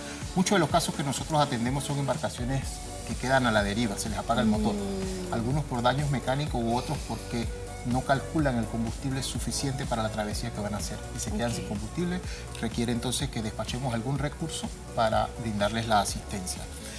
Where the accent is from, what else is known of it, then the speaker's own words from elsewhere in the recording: Panama; Como panameños, nos sentimos muy orgullosos de representar a nuestro país